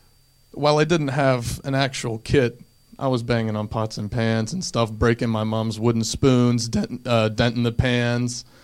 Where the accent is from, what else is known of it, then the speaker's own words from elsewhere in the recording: Upper Burrell, Pennsylvania, United States; So they're from Lower Burrell, and I'm from Upper Burrell. But we still went to the same high school and middle school.